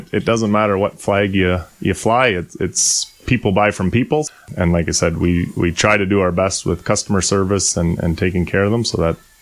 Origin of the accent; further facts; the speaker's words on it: Guelph, Ontario, Canada; So I grew up in Guelph, not really on a farm or anything like that, but spent most of my summers at my grandparents, helping on their dairy farm.